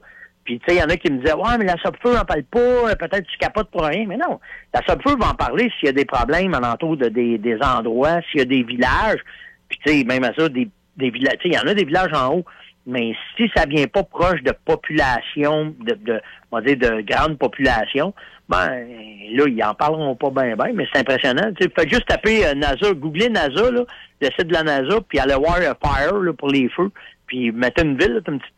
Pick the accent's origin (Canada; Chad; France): Canada; Tu sais, je disais, ben, je viens du Canada, tu sais.